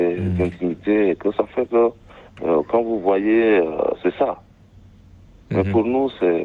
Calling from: Chad; chez nous au Tchad

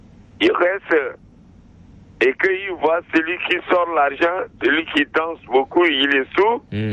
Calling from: N'Djamena, Chad; Je suis de Boutelbakar Grillage.

